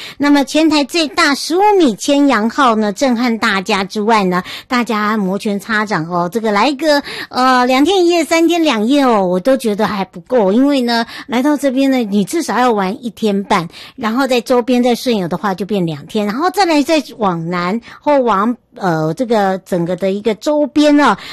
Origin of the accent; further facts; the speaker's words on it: Hualien-Taitung, Taiwan; moved away; 放暑假一定要回到了我的故乡花东了。